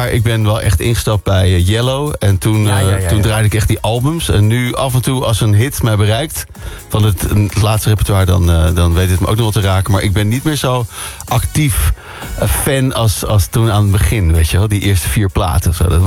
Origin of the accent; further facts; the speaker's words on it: Netherlands; now in Amsterdam, Netherlands; ik ben toch een Hollandse jongen